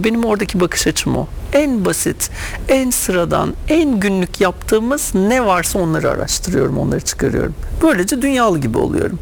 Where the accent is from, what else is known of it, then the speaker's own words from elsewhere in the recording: İzmir, Turkey; Bir gün ben İzmirliyim. Kemeraltı diye bir şeyimiz vardır, semtimiz, yerimiz vardır.